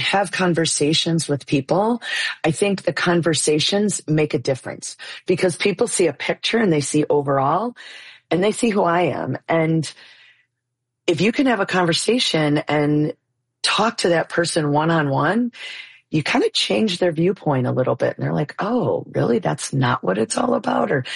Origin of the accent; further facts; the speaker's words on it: Illinois, United States; moved away as an adult; now in Chicago, United States; I grew up way in the northwest suburbs on the Fox River.